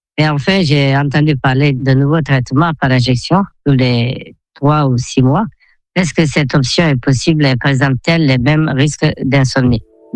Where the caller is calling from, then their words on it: Mozambique; j'ai 57 ans et je vis au Mozambique.